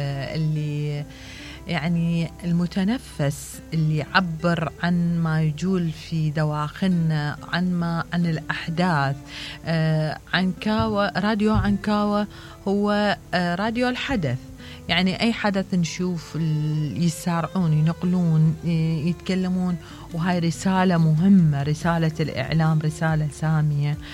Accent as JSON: {"language": "Arabic", "country": "Iraq"}